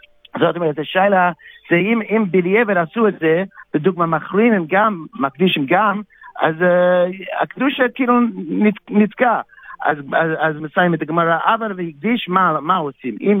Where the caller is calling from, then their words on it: Beit Shemesh, Jerusalem District, Israel; אני בבית שמש